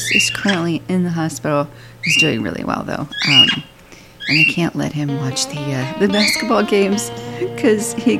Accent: New York, United States; because I am a New Yorker, but I also have these San Antonio roots.

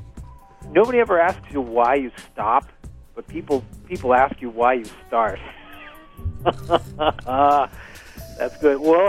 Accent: New Jersey, United States; That's right, yeah. I'm originally from Jersey. I went to high school and college in New Jersey.

